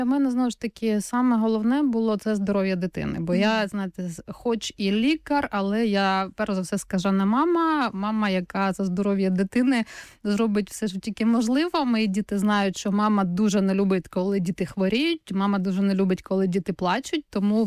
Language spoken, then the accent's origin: Ukrainian; Vasylivka, Zaporizhzhia Oblast, Ukraine; Я взагалі родом з Запоріжжя. Я народилася в Запорізькій області. Є таке містечко Васильівка.